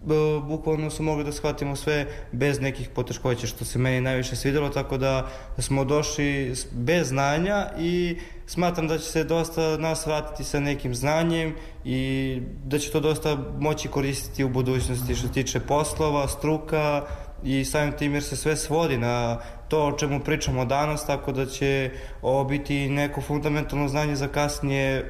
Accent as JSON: {"language": "Serbian", "town": "Vranje", "region": "Southern and Eastern Serbia", "country": "Serbia", "said": "dolazim iz Vranja, iz škole gimnazije Bora Stanković."}